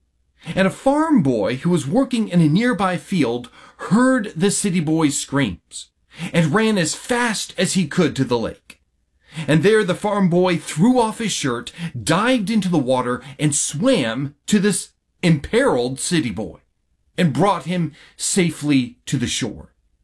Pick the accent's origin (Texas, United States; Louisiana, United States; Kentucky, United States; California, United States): Kentucky, United States; now in Renton, United States; my family and I have decided, after much prayer, much consideration, to move back to my home state of Kentucky.